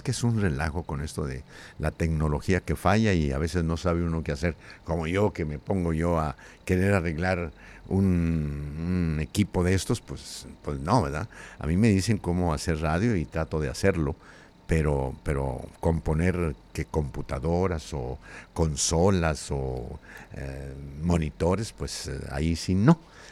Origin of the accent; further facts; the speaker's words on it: Tlaltenango de Sánchez Román, Zacatecas, Mexico; moved away; saludos, Humberto, desde, déjenme ver, desde Tlaltenango.